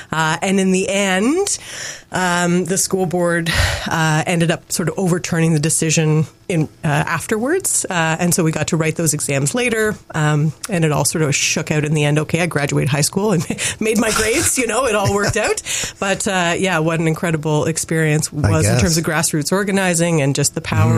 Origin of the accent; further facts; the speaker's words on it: Cochrane, Ontario, Canada; moved away as an adult; also born or lived in Haliburton County, Ontario; now in Minden Hills, Canada; when we were growing up in Cochrane in Northern Ontario.